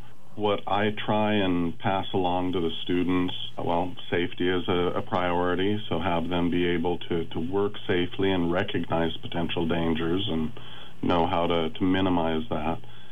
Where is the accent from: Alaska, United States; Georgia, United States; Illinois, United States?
Alaska, United States; Meadow Lakes; Well, I actually grew up in the Meadow Lakes area, so I'm a graduate of Wasilla High.